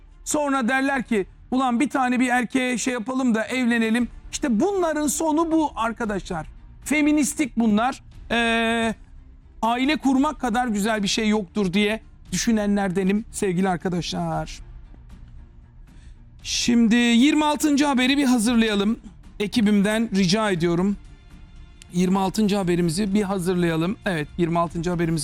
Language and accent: Turkish; Ankara, Turkey; Ben bir Türk'üm, ben bir Ankaralıyım.